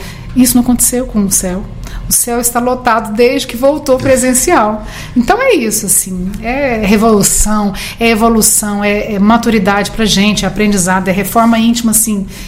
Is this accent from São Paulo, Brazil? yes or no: no; Goiás, Brazil; porque eu sou do interior, eu sou de Pameri, interior de Goiás.